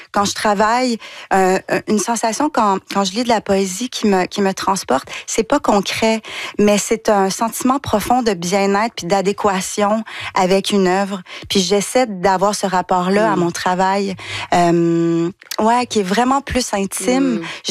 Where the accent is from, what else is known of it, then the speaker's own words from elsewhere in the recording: Danville, Quebec, Canada; À Danville, puis c'est très beau parce que dans les premières scènes où on a tourné à Danville